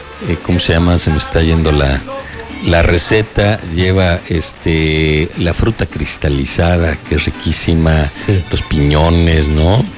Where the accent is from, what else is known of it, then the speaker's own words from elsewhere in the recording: Mexico; la Ciudad de México, decía, bendita mi tierra, mi gente, mis raíces, mi comida